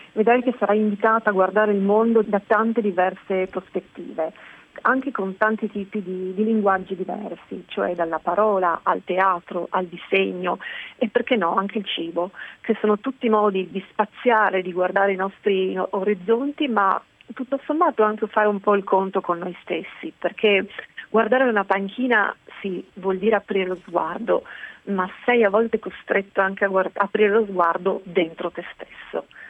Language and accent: Italian; Trieste, Friuli-Venezia Giulia, Italy; now in Camporosso, Italy; io sono triestina, però camporossiana di adozione